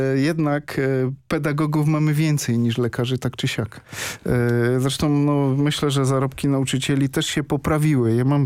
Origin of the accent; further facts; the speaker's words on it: Wodzisław Śląski, Silesian Voivodeship, Poland; born there; now in Rybnik, Poland; mam napisane w życiorysie, że się urodziłem w Wodzisławiu Śląskim.